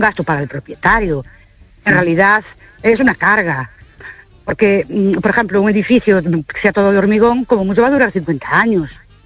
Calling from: Ourense, Galicia, Spain; de Urense otra vez.

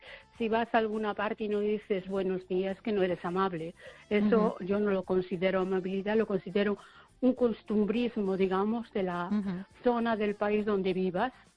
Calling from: Ames, Galicia, Spain

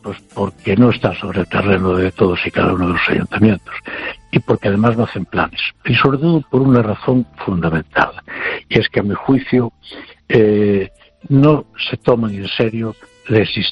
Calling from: Valencia, Valencian Community, Spain; de Valencia.

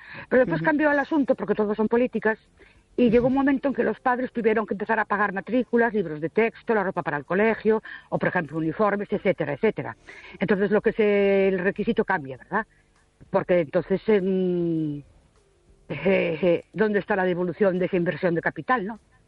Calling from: Ourense, Galicia, Spain; Buenas noches … de Ourense.

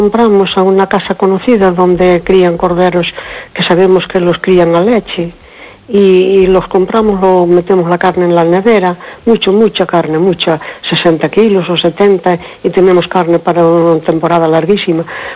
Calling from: Cespón, Galicia, Spain; de Cespón.

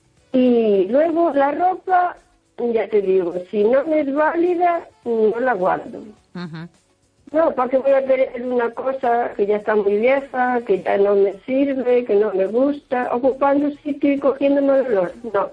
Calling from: O Carballiño, Galicia, Spain; de Carballiño.

